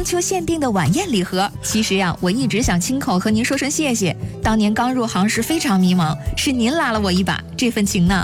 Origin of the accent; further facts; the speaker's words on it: Henan, China; 在我们河南人看来